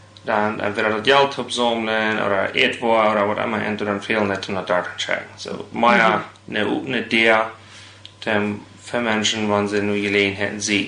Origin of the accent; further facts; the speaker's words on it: Chihuahua, Mexico; also born or lived in Rubio, Chihuahua; Ich bin in Rubio geboren, so dass du von Coctemoc 40 Kilometer nur Norden. Ja, du sind ich dann auf der Swift-Kolonie abgewachsen